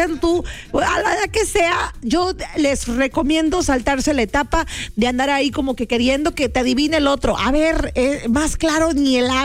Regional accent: Veracruz, Mexico; Yo vengo de la Mixtequilla.

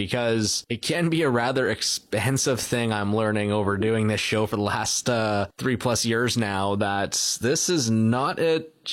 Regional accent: Canada; but I'm Canadian, so I kind of got to go for the Blue Jays.

